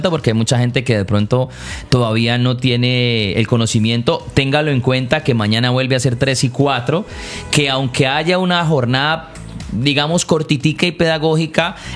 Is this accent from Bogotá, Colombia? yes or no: no; Cali, Valle del Cauca, Colombia; born there; tiene que ver ver con mi barrio, barrio donde yo nací, que es la Comuna 20